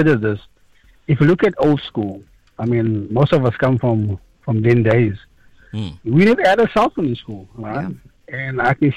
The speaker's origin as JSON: {"language": "English", "town": "Cape Town", "region": "Western Cape", "country": "South Africa", "tie": "born or raised there", "said": "I come from the Western Cape. I grew up in Mitchell's Plain and Elsie's River. And I grew up in the notorious, the most dangerous part of South Africa."}